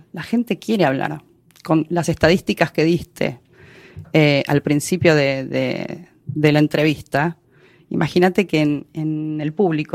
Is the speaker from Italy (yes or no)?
no; Argentina; Las cosas en mi país lamentablemente cambiaron para mal. Para mal y en todos los departamentos, digamos. O sea, a nivel cultural, científico, económico, y si bien Argentina siempre tuvo altos y bajos económicamente